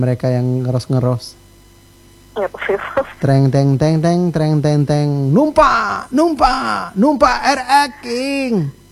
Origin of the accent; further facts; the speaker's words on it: Jambi, Indonesia; accent: Jambi medok; saya nih orang Jambi medok.